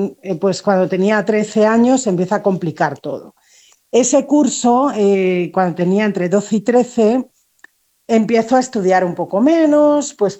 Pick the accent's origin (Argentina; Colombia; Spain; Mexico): Spain; born there; yo nací en una familia muy católica en España, como podéis ver por mi acento